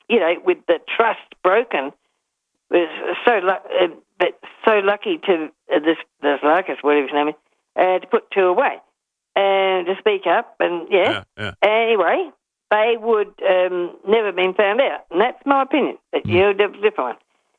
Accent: Snowtown, South Australia, Australia; born there; I was born in Snowtown, I'm very proud of it.

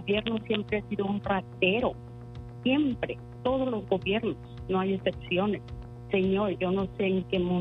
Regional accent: Zacatecas, Mexico; Yo dejé de ir a México, yo mandaba a mis padres y ahorita no los tengo, soy de Zacatecas.

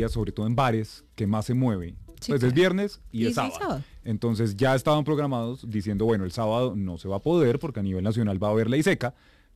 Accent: Bogotá, Colombia; como bogotano me emociona profundamente.

